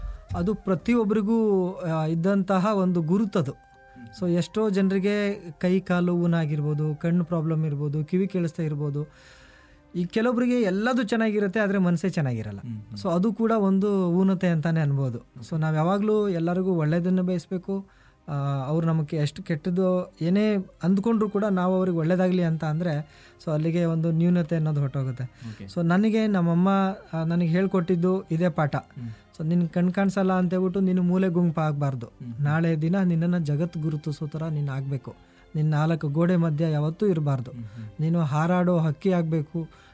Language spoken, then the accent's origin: Kannada; Gajanur, Karnataka, India; ನಂದು ಶಿವಮೊಗ ಗಾಜನೂರದ್ದು ಡ್ಯಾಮ್ ಇದೆ, ಅಲ್ಲಿಂದ ತುಂಗಾ ನದಿ ಹೊಸಪೇಟೆವರೆಗೂ ಹರ್ಕೊಂಡೋಗುತ್ತೆ.